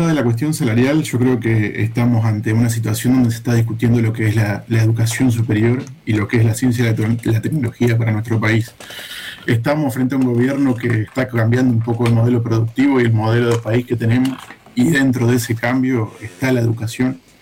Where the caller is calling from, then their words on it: Paraná, Entre Ríos, Argentina; Acá arrancando la mañana en Paraná.